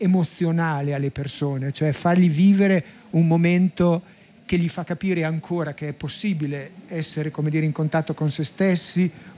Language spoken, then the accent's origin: Italian; Rimini, Emilia-Romagna, Italy; siamo di Rimini e questo è il nostro cuore